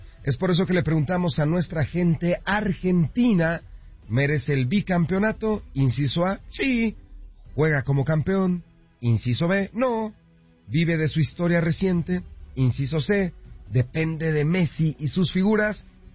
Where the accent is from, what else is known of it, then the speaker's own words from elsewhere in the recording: Mexico; ¿Nosotros los mexicanos somos de madera? ¿Queremos ser como los argentinos?